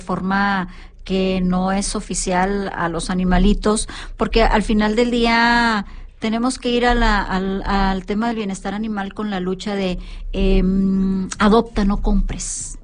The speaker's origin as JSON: {"language": "Spanish", "town": "Monterrey", "region": "Nuevo León", "country": "Mexico", "tie": "born or raised there", "said": "Yo nací, crecí y vivo en Monterrey y soy más regia que la carne asada, quizás."}